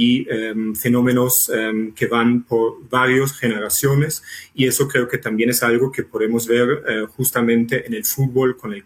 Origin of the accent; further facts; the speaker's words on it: Germany; yo soy de Alemania